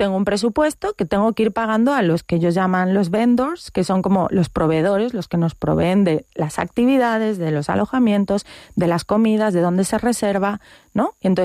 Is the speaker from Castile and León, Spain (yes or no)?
no; Galicia, Spain; Y siendo nosotras gallegas, pues igual hasta se nos hace conocido, ¿no?